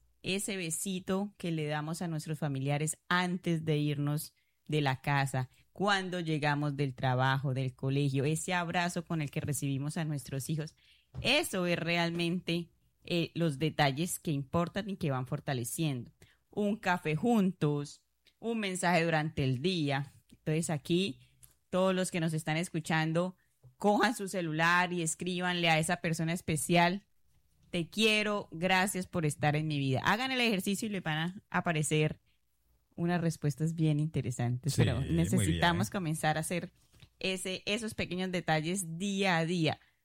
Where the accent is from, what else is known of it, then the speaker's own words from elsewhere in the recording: Santander, Colombia; Y como soy santandereana, entonces en el colegio a uno siempre le repetían, siempre adelante, ni un paso atrás